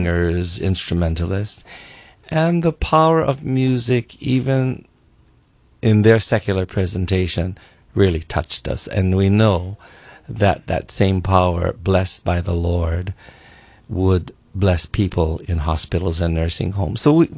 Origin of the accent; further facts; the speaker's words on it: Hilo, Hawaii, United States; I'm from the Big Island, from Hilo side.